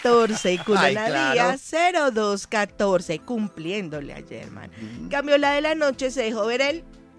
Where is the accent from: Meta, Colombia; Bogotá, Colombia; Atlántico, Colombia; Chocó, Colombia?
Bogotá, Colombia; Y eso que somos rolos.